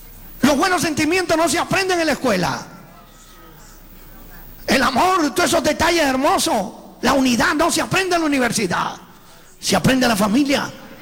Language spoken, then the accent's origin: Spanish; Venezuela; also born or lived in Italy; now in Sacramento, United States; yo soy italiano, criado en Venezuela, como dijo el hermano, y vivimos en Sacramento, California. Tenemos 53 años de edad.